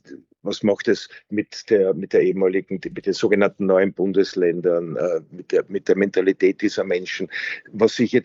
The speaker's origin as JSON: {"language": "German", "country": "Austria", "said": "als Österreicher, verstehe ich es natürlich vielleicht besser"}